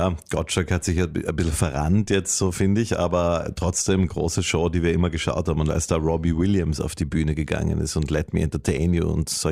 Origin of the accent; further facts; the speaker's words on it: Vienna, Austria; Ich bin in Wien aufgewachsen. Mit 2 Schwestern und Eltern, wie viele.